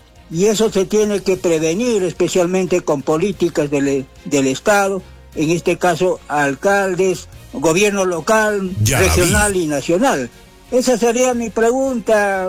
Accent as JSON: {"language": "Spanish", "region": "Arequipa", "country": "Peru", "tie": "born or raised there", "moved": "yes", "lives_now": "Huánuco, Peru", "said": "de ahí, de la ciudad, mi tierra natal."}